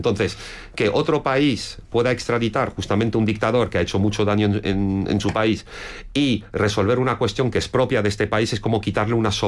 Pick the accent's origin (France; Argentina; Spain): France; Yo se lo digo como francés, ejerzo en varios países